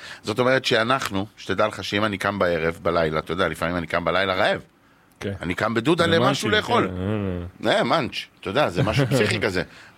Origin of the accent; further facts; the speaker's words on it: Bat Yam, Tel Aviv District, Israel; אני ילד בת ימי, גדלתי בבת ים